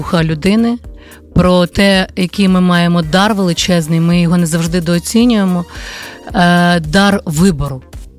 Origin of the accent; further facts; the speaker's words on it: Chernivtsi, Chernivtsi Oblast, Ukraine; born there; Я дівчинка, яка народилась в Чернівцях і дуже довго весь час своє дитинство займалась музикою, так, співала.